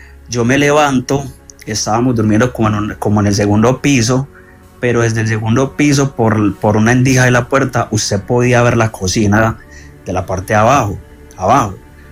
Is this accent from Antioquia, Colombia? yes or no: yes; Antioquia, Colombia; moved away; todo empezó en el pueblo de donde yo soy, que es como hacia el nordeste